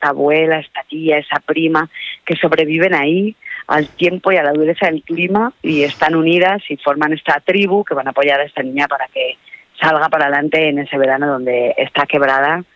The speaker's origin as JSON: {"language": "Spanish", "area": "Huesca", "region": "Aragon", "country": "Spain", "said": "Mi familia tenía una fonda en medio del monte, yo vengo de Wisconsin, de Huesca, y hablo de mi tierra, de los ríos, de las cerezas que comí, de los cielos que vi en el verano"}